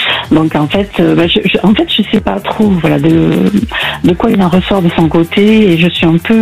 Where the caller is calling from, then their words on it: Nouvelle-Aquitaine, France; De la Nouvelle-Aquitaine.